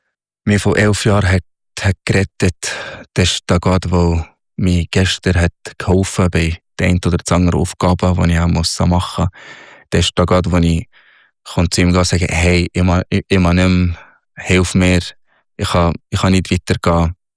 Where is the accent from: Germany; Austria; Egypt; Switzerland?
Egypt; Ja, Snowboard, ich bin Ägypter, ich habe noch nie Schneesport gemacht.